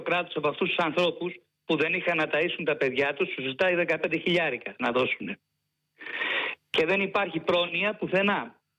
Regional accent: Greece; Γιατί ειλικρινά από εχθές, ντρέπουμε πιο πολύ που είμαι Έλληνας.

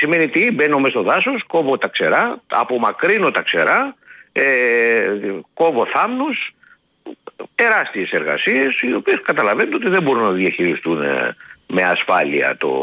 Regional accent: Greece; σαν Έλληνες πολίτες

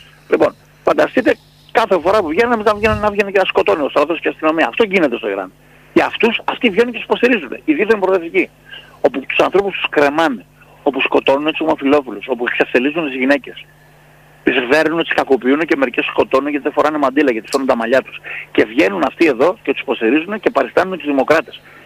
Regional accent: Greece; Είμαστε σε συντριπτικό ποσοστό Έλληνες, Χριστιανοί, Ορθόδοξοι.

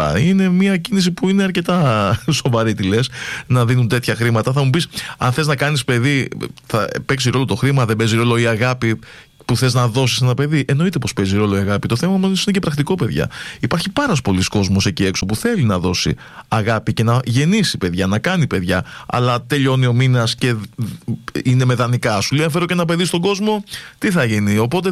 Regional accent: Greece; ως χώρα, ως Έλληνες

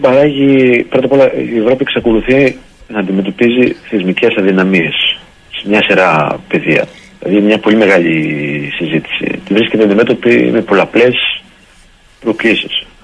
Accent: Epirus, Greece; Στο χωριό μου, στην Ήπειρο, στα ορεινά και στα Τζουμέρκα τα ορεινά.

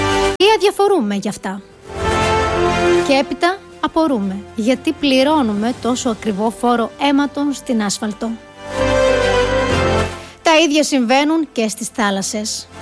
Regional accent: Greece; είμαστε τελικά άξιοι της μοίρας μας. Ως Έλληνες εννοώ.

